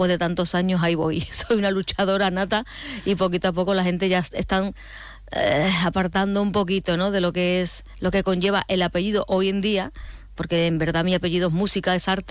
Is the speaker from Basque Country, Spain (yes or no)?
no; Seville, Andalusia, Spain; moved away as an adult; also born or lived in Mexico / Madrid; now in Zaragoza, Spain; me siento orgullosa cuando estoy en Sevilla, es mi tierra, por supuesto, voy a Madrid, que me encanta, he estado en México, me ha encantado también